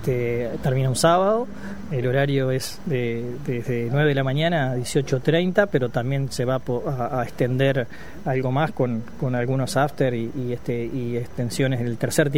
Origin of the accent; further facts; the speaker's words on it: Uruguay; nosotros, Uruguay